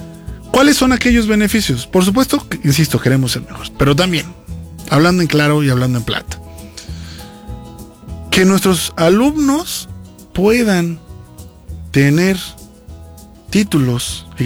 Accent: Mexico

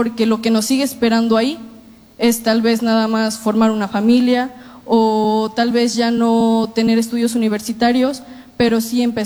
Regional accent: Atotonilco de Tula, Hidalgo, Mexico; Yo soy de Totonilco de Tula.

